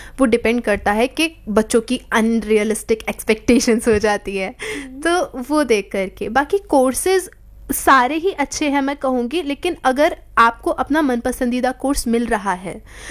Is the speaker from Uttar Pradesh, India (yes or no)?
yes; Mathura, Uttar Pradesh, India; moved away as an adult; now in Delhi, India; मैं मथुरा से हेल करती हूँ